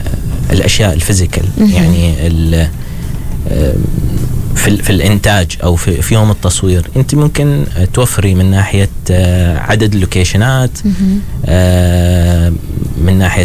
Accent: Oman; إحنا كمواهب عمانية

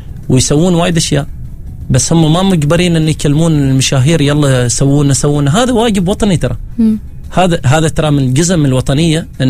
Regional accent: Oman; لأن حتى أنا كعماني وتابع أصحابي المشاهير ما أشوف في تغطية كبيرة للسياحة إلا لظفار،

